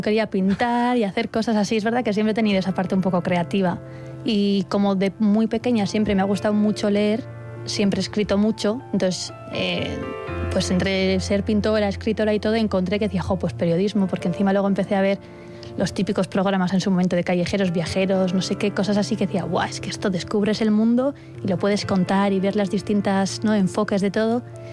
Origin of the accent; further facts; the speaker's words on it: San Sebastián, Basque Country, Spain; yo soy de Donosti, entonces la primera vez que salía de casa durante 4 años